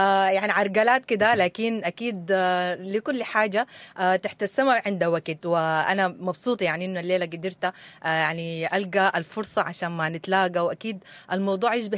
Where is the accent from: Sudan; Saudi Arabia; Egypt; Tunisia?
Sudan; moved away; إحنا عندنا كده طقوس كده صباحية بنعملها كسودانيين